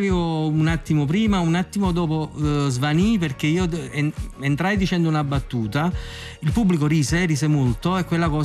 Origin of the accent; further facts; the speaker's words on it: Naples, Campania, Italy; Ma io sono del Rione Sanità, e quindi vengo da una Rione molto tradizionale.